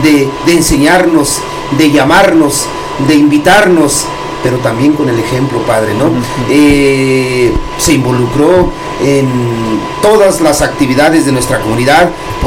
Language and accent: Spanish; Cherán, Michoacán, Mexico; Para nosotros los cheranenses.